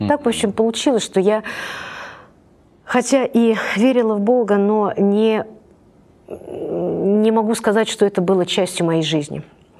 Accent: Nizhny Novgorod, Nizhny Novgorod Oblast, Russia; я коренная жительница Нижнего Новгорода. Родилась я 60 лет назад.

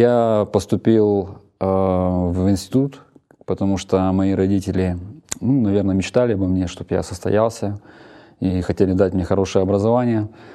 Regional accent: Izhevsk, Udmurtia, Russia; born there; Я родился в городе Ижевск, это Удмуртия.

